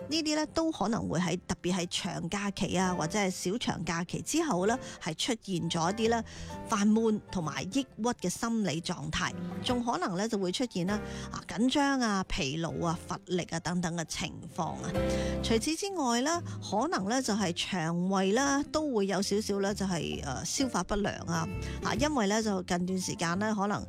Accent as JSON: {"language": "Cantonese", "region": "Guangdong", "country": "China", "said": "我哋广东人"}